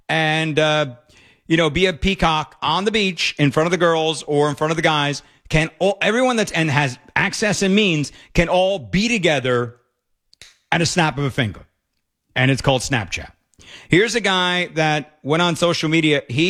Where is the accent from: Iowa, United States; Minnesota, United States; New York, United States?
New York, United States; growing up in New York.